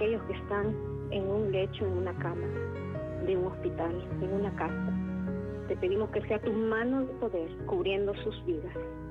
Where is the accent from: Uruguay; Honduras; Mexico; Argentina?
Honduras; mi país, Honduras.